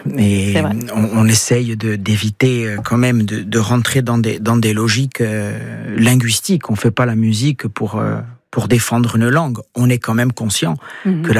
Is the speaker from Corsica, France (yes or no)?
yes; Corsica, France; l'on vient d'une île de Méditerranée